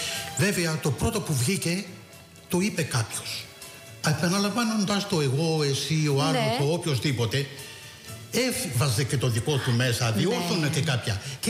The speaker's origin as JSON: {"language": "Greek", "town": "Olympos", "region": "South Aegean", "country": "Greece", "tie": "born or raised there", "moved": "yes", "said": "όταν ήμουν παιδί στην Όλυμπο της Καρπάθου."}